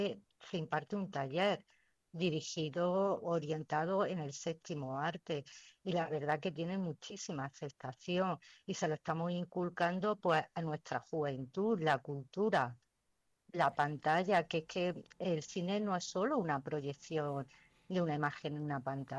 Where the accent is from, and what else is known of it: Sorihuela del Guadalquivir, Andalusia, Spain